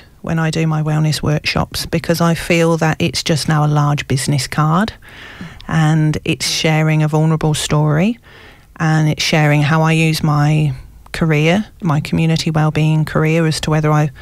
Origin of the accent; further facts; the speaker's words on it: United Kingdom; now in Australia; Somebody said, "Oh, it's just because you're British." I'm like, "Well, I'm Aussie now as well," but I know what they mean.